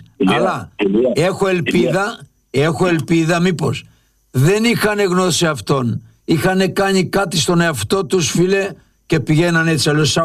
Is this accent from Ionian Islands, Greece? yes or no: yes; Lefkada, Ionian Islands, Greece; γιατί είμαι από εκεί, από τη Λευκάδα.